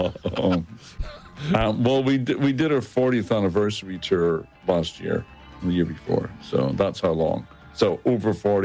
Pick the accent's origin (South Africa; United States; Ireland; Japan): Ireland; I'm from Ireland. I'm Irish